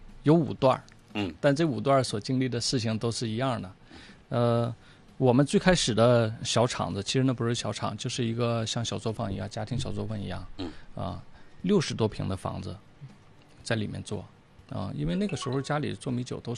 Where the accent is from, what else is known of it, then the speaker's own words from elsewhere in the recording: Yanbian, Jilin, China; moved away as an adult; 因为为什么我毅然决然的回到家乡来去做民俗食品这一块啊，做米酒这一块呢？